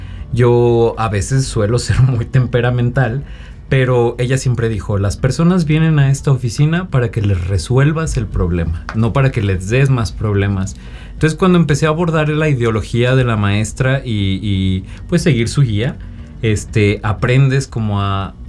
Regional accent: Huasteca, Mexico; los usos y costumbres, las tradiciones de mi Huasteca

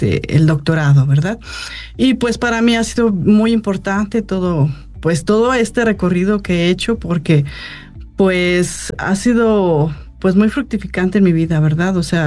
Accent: San Luis Potosí, Mexico; born there; yo nací aquí en San Luis Potosí

